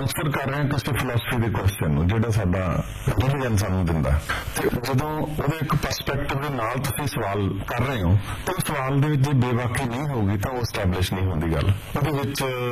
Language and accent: Punjabi; Punjab, India; ਜਿਸ ਟਾਈਮ ਦੇ ਵਿੱਚ ਮੇਰਾ ਬਚਪਨ ਆ, ਉਦੋਂ ਪੰਜਾਬ ਦੇ ਵਿੱਚ ਕੋਈ ਐਂਟਰਟੇਨਮੈਂਟ ਸੀ, ਉਦੋਂ ਫੈਮਿਲੀਜ਼ ਵੱਡੀਆਂ ਹੁੰਦੀਆਂ ਸਾਰੀਆਂ। ਮੈਂ ਪਹਿਲਾ ਬੱਚਾ ਵਾਂ ਮਾਂ ਬਾਪ ਦਾ